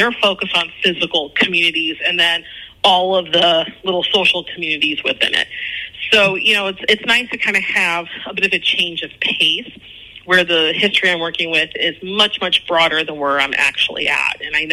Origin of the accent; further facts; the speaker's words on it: Indiana, United States; born there; Well, actually, I'm a Hoosier born person, and I was born in Northwest Indiana.